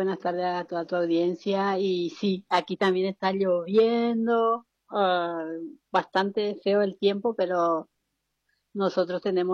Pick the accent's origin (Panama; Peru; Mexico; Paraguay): Paraguay; now in Spain; si podemos nosotros gestionar, fundar una asociación como paraguayos, porque no había tampoco mucho en ese tiempo. Desde el 2018 estamos nosotros en España legalmente constituidos.